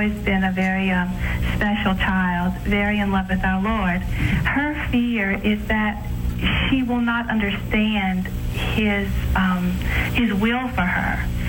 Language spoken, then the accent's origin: English; Opelousas, Louisiana, United States; Oh, I'm from Opelousas, Louisiana.